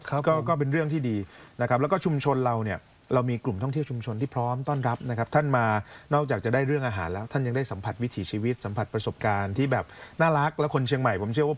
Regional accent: Southern Thailand, Thailand; ผมเป็นคนใต้

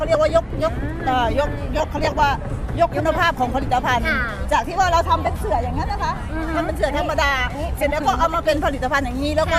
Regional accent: Isan, Thailand; now in Songkhla, Thailand; พี่เป็นคนอีสาน

